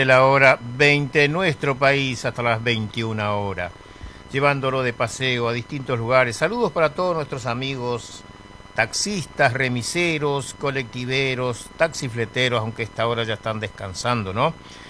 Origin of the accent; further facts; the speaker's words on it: Argentina; Somos apasionados los argentinos en cuanto al fútbol.